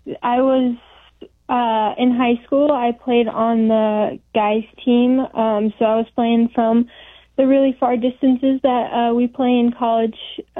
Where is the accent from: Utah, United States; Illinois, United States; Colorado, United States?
Illinois, United States; Peoria; now in Springfield, United States; I would always go home to my hometown in Peoria